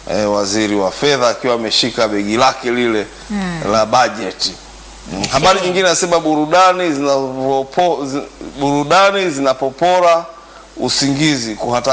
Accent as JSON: {"language": "Swahili", "town": "Kampala", "region": "Central Region", "country": "Uganda", "tie": "born or raised there", "moved": "yes", "said": "mimi nimekulia pale jiji la Kampala"}